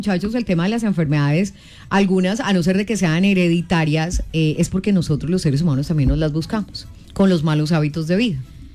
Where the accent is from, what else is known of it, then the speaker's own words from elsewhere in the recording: Manzanares, Caldas, Colombia; Pero cuando yo voy a mi tierra, Manzanares